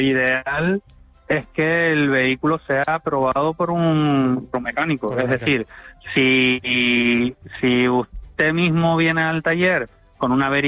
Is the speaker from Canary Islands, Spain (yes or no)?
yes; Tenerife, Canary Islands, Spain; yo soy de Tenerife